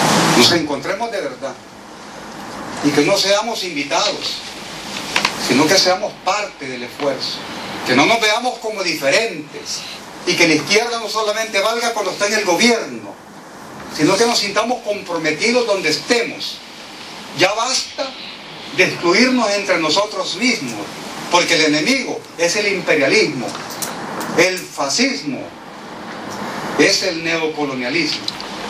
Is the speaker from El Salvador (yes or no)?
yes; El Salvador; also born or lived in Nicaragua; cuando venimos de El Salvador, el pulgarcito de América